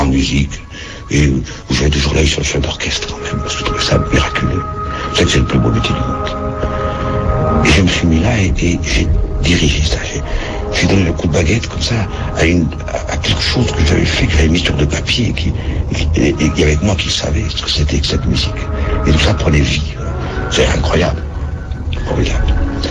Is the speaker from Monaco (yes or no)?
yes; Monaco; Moi, je suis monégasque.